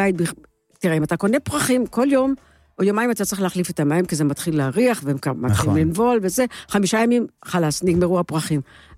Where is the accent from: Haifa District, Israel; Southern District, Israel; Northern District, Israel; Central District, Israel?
Northern District, Israel; also born or lived in Tel Aviv; אני נולדתי באזור של קרם התימנים.